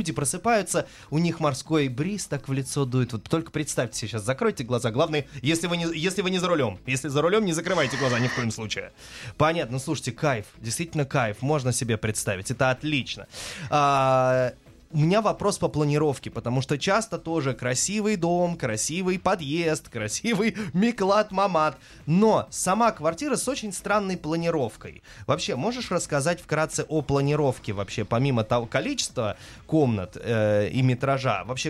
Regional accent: Bat Yam, Tel Aviv District, Israel; Я из Батьяма, да, знаю.

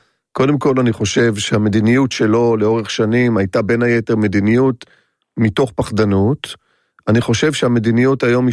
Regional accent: Herzliya, Tel Aviv District, Israel; כששואלים אותי מאיפה אני אומר, מהרצליה.

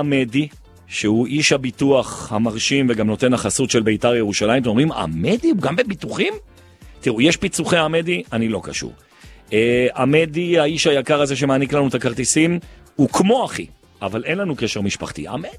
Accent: Jerusalem, Jerusalem District, Israel; כי אני ירושלמי

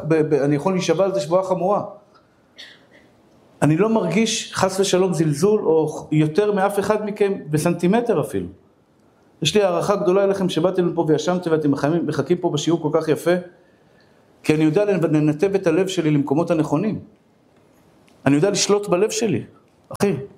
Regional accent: Bnei Brak, Tel Aviv District, Israel; אני דוס מבני ברק, אני חרדי. אני לפחות נראה כמו חרדי. אני לא חרדי, אני יהודי דתי, שומר תורה מצוות, אני לא חרדי.

